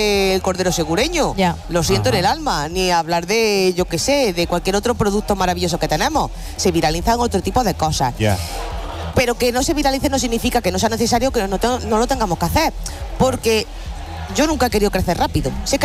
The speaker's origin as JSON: {"language": "Spanish", "town": "Guadix", "region": "Andalusia", "country": "Spain", "tie": "born or raised there", "said": "Olín, pero que si estamos en Granada, yo te voy a decir que te vayas a Guadí, que es mi pueblo."}